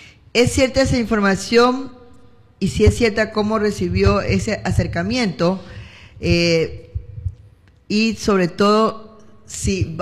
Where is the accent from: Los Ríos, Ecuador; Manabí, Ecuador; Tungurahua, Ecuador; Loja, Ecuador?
Manabí, Ecuador; Manta; ser nosotros mantensas manavitas.